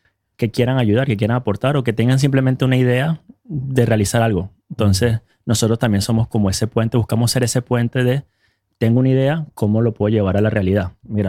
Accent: Venezuela; moved away

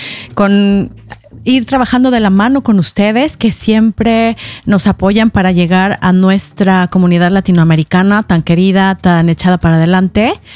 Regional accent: Mexico City, Mexico; now in Norway; soy de la Ciudad de México

